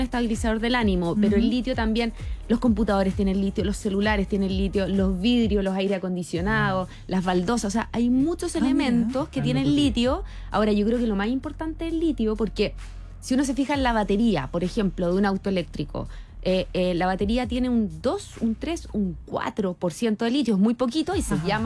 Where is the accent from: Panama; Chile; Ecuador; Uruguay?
Chile; Porque somos chilenos. No, porque yo creo que es parte de la cultura chilena.